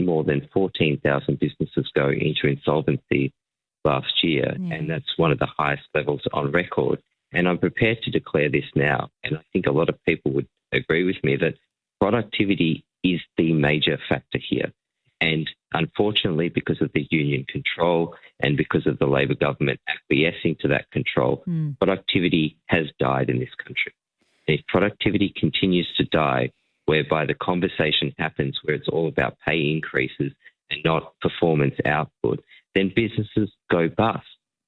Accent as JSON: {"language": "English", "region": "Victoria", "country": "Australia", "said": "I'm from Victoria."}